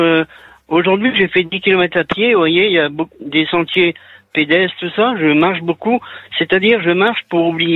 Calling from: Le Tréport, Normandy, France; j'habite pas vraiment en baie de Somme, j'habite au Tréport, dans le 76.

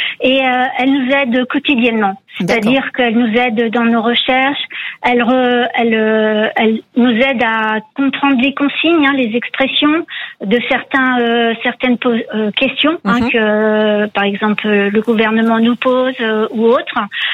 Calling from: Centre-Val de Loire, France; De près de Chartres, dans le 28.

